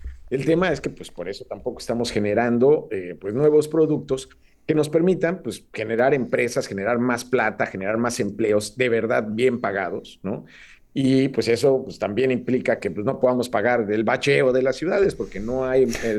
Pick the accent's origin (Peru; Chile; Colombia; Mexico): Mexico; es que la verdad no hemos aprendido mucho, Enrique, como mexicanos.